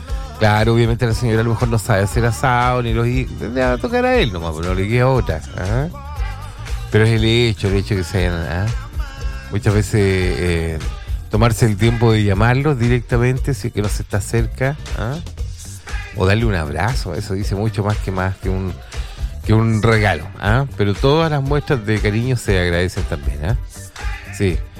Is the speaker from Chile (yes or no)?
yes; Rayenco, Biobío, Chile; born there; Sí, yo siempre les cuento, yo nací en Rayenco. Fui uno de los privilegiados en nacer en Rayenco, un lugar que ya no existe.